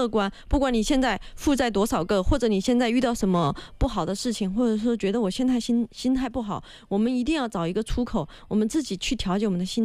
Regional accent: Sichuan, China; moved away; 可能是我们四川的妹子

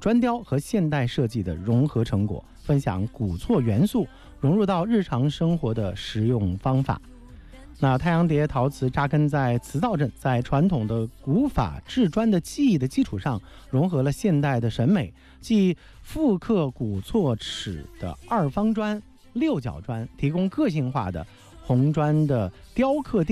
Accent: Fujian, China; 那来到闽南，包括我的老家

